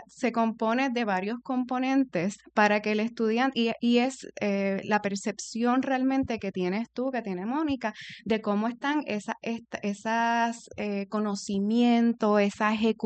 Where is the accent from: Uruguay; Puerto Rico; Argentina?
Puerto Rico; Lares; born there; now in Trujillo Alto, Puerto Rico; Pues mira, yo nací en Lares, y actualmente estoy residiendo en Trujillo Alto, y estudié Biología Molecular.